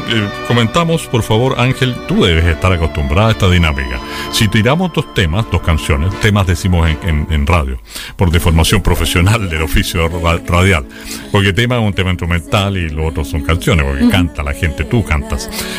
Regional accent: Valparaíso, Chile; now in Marga Marga Province, Chile; la provincia de Marga Marga, donde yo vivo, y aunque soy porteño, pero ya vivo más de la mitad de mi vida acá

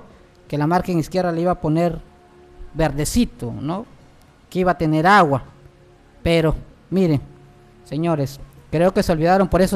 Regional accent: Piura, Peru; somos todos los piuranos

